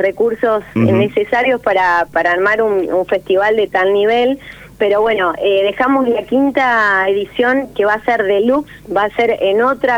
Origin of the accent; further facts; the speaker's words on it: Santa Fe, Argentina; now in Santo Tomé, Argentina; No, soy santafesina, pero fui mutando de lugar. hace ya más o menos 10 años que estoy en Santo Tomé